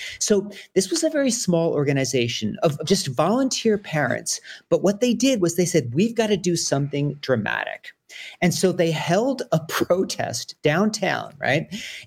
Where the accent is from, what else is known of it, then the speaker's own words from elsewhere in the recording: Philadelphia, Pennsylvania, United States; I grew up in Philadelphia, and if folks know it, in the Germantown neighborhood.